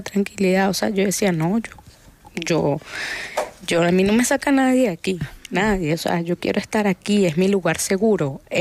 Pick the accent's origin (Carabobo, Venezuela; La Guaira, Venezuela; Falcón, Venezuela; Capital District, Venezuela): La Guaira, Venezuela; yo le decía que crecimos en La Guaira, o sea, nacimos ahí y yo... O sea, pasamos la tragedia de Vargas, yo tenía 14 años.